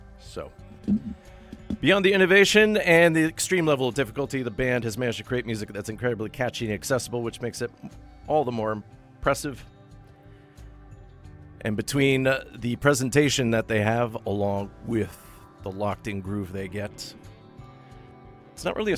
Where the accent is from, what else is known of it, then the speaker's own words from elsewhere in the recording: Thunder Bay, Ontario, Canada; But I hail from Lake Superior, which is where Thunder Bay rests on.